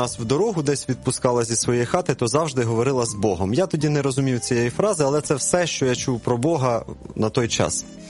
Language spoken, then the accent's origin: Ukrainian; Kyiv Oblast, Ukraine; born there; Народився я на Київщині.